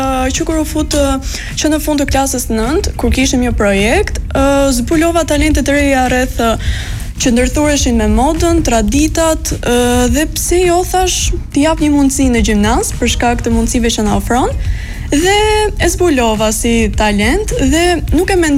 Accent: Korçë, Korçë County, Albania; now in Tirana, Albania; Unë origjinë jam nga jugu, jam nga Korça

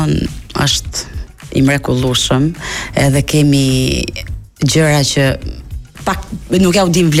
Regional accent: Mirditë, Lezhë County, Albania; Në fakt, vlen un jam rritur në Mirdit. Babai muzikant shumë i vjetër, edhe ai luan shumë instrumente muzikore. Edhe kur isha e vogël e dëgjoja vallën mirditore, melodinë e vallës mirditore.

